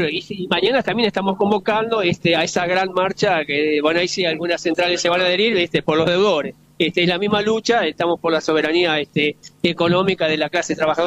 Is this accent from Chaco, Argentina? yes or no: no; Quilmes, Buenos Aires Province, Argentina; Yo soy de Quilmes, acabamos de hacer casi una ocupación pacífica de la UGL de Quilmes